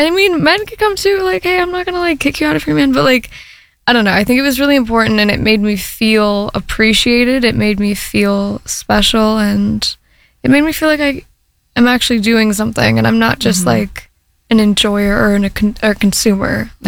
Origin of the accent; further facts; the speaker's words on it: Florida, United States; I discovered the punk scene in my local area. I'm from North Florida.